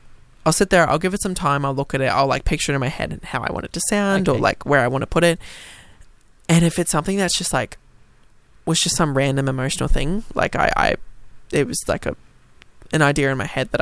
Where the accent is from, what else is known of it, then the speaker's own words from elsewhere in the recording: Australia; born there; I was born in Australia, but my dad was born in New Zealand, so I've got, like, Māori from him.